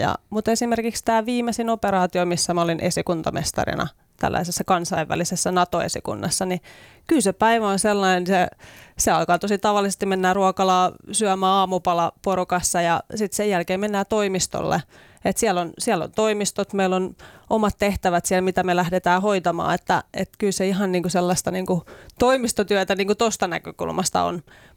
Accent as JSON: {"language": "Finnish", "town": "Iitti", "region": "Kymenlaakso", "country": "Finland", "moved": "yes", "said": "Mä oon Iitistä kotoisin."}